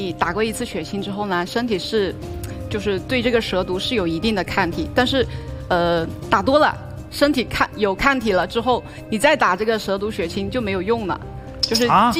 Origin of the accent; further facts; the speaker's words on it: Yongzhou, Hunan, China; 我是湖南永州的。